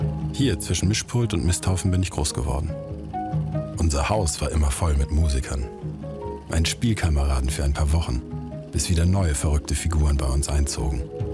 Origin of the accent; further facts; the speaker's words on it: North Rhine-Westphalia, Germany; Aufgewachsen auf dem Lande, eine halbe Autostunde außerhalb Kölns. … haben dort 1973 einen alten Bauernhof zu einem modernen Tonstudio umgebaut.